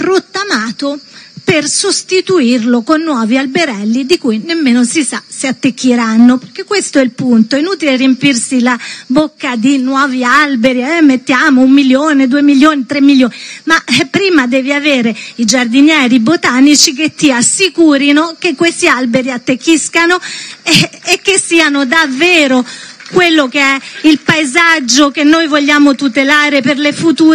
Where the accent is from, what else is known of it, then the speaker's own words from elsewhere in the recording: Rome, Lazio, Italy; da libera cittadina, da romana e da conservatrice, certo